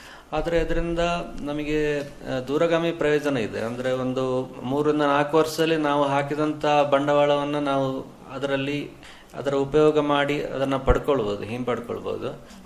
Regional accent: Dakshina Kannada district, Karnataka, India; ನಮ್ಮ ದಕ್ಷಿಣ ಕನ್ನಡ ಜಿಲ್ಲೆಯಲ್ಲಿ

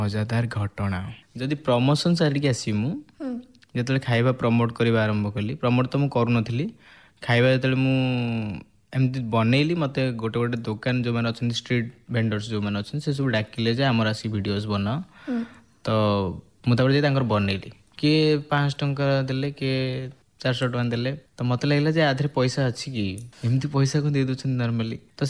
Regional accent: Delang, Odisha, India; now in Puri, India; Actually ମୋ ଘର ହେଉଛି ଡେଲାଙ୍ଗ, ପୁରୀରେ ହିଁ ବଟ୍ ଡେଲାଙ୍ଗ ଘର।

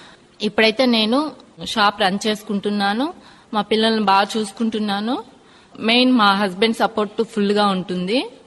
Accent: Tirupati, Andhra Pradesh, India; నాది Tirupati auto Nagar Ambedkar colony.

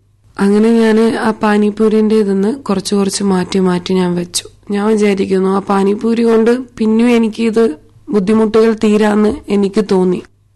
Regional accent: Androth, Lakshadweep, India; born there; also born or lived in Kerala / Kavaratti; ഞാൻ ലക്ഷദ്വീപുകാരിയാണ്. ഞാൻ ജനിച്ചത് ആന്ത്രോത്ത് ദ്വീപിലാണ്.

